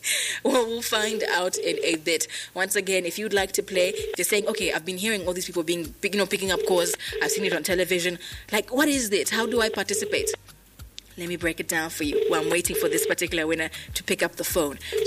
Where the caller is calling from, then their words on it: Zambia; I was calling you from Windbig, Zambia